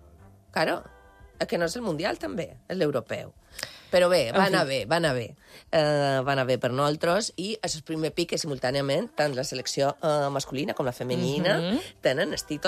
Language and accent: Catalan; Valcarlos, Navarre, Spain; Valcarlino. En basc és Luzaide